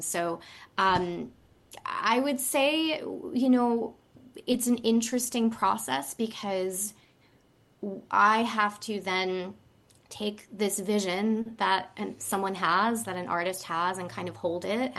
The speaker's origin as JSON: {"language": "English", "town": "Staten Island", "region": "New York", "country": "United States", "said": "I've been at Snug Harbor for 11 years and I'm from Staten Island."}